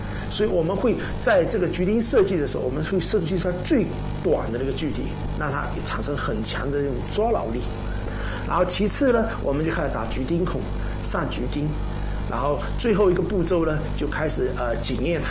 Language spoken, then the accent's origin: Chinese; Fuzhou, Fujian, China; 我们福州话叫做骑马钉